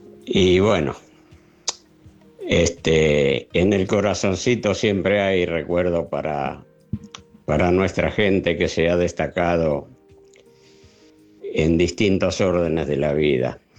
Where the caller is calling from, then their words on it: Buenos Aires, Argentina; del barrio de Mataderos.